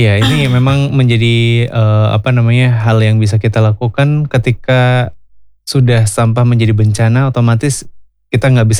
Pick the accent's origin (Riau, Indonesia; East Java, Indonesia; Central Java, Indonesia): Central Java, Indonesia; Banyumas; kita sebagai warga Banyumas